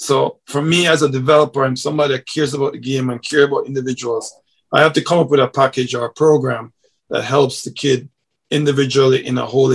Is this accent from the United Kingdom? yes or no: no; Jamaica; moved away; so my model is based off of how I grew up in Jamaica. You play on the streets, you play with kids that can't play your ball.